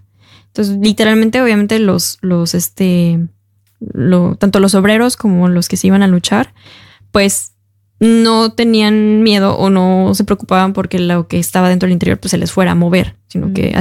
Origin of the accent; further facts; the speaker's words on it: Mexico; nosotros como mexicanos decimos cuando armamos fiestas de tacos, taquiza